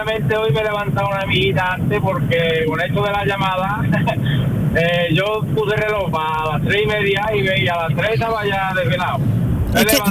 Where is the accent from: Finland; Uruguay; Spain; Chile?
Spain; Lora del Río, Andalusia; now in La Luisiana, Spain; Yo soy nativo de Lora del Río y mi pueblo adoptivo es la Luisiana. Soy partido por la mitad.